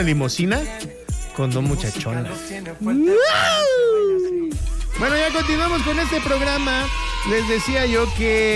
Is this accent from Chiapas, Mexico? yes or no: yes; Chiapas, Mexico; Los chiapanecos no dejamos las cosas al final.